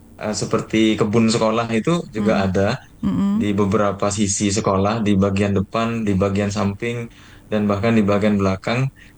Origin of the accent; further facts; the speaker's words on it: Jember, East Java, Indonesia; Ya, saya dibesarkan di Kota Jember. Saya bersekolah sejak kecil sampai tingkat universitas juga saya berada di Jember